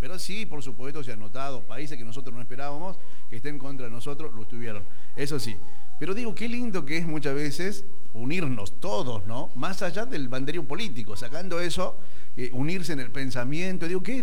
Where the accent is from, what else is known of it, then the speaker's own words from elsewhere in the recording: Argentina; sentí una alegría como argentino.